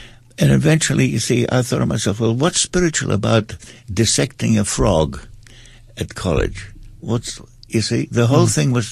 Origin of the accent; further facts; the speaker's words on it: Austria; also born or lived in England; I have a German background. … But although I was brought up in Austria, I also spent quite a lot of time in England.